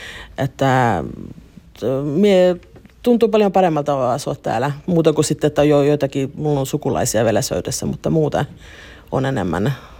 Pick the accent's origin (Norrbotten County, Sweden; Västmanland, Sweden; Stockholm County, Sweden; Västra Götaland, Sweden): Västra Götaland, Sweden; Skövde; mutta minä itse olen kasvanut ja syntynyt Söytessä tai Hövde, niin kuin sanotaan ruotsiksi, että mä olen ihan ruotsin suomalainen.